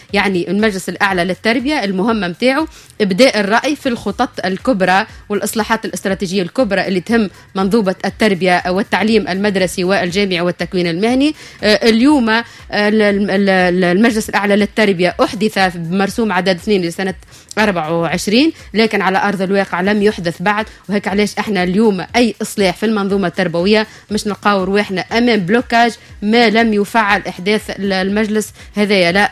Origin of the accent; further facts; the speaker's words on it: Tunisia; لكن انا كمشرع تونسي، انا كعضو مجلس نواب الشعب